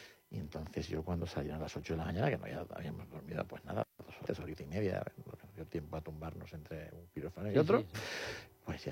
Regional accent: Canary Islands, Spain; pues estudiaba, como todo canario que va a estudiar a Madrid, pues muchos de ellos estudian en colegios mayores.

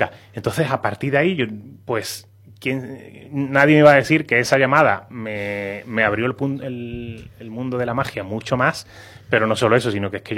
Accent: Cádiz, Andalusia, Spain; mi tierra, con Cádiz.

